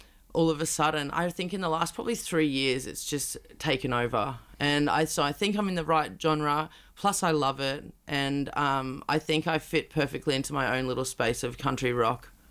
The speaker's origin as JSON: {"language": "English", "town": "Surfers Paradise", "region": "Queensland", "country": "Australia", "tie": "born or raised there", "said": "I grew up in Surfers Paradise."}